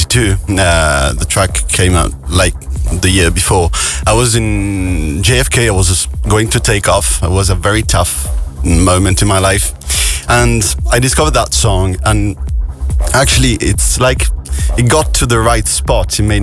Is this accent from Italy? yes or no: yes; Italy; now in France; I'm from Italy, but I live in France, actually.